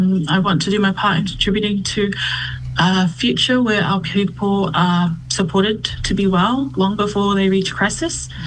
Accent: New Zealand; born there; I am a second generation Aotearoa-born Samoan. I am from the villages of Lalomanu, Asanga, Wa

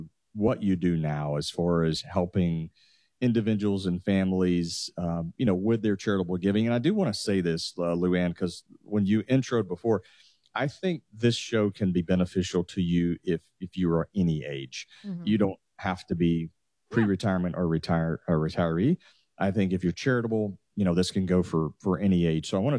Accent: Atlanta, Georgia, United States; I'm actually from the Atlanta area.

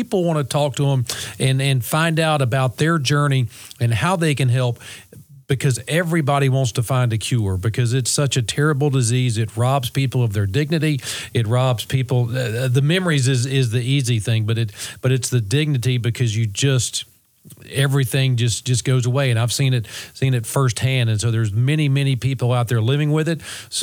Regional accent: North Carolina, United States; I grew up

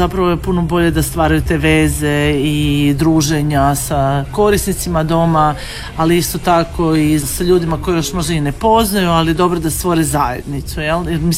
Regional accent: Zagreb, City of Zagreb, Croatia; Mi smo iz Novog Zagreba

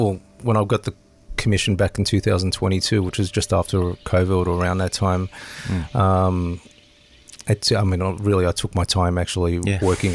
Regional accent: Sydney, New South Wales, Australia; I grew up in Sydney watching The Next since I was very young.

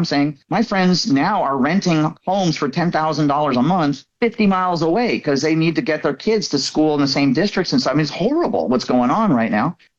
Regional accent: California, United States; moved away; California. Always a Californian. It's my hometown place.

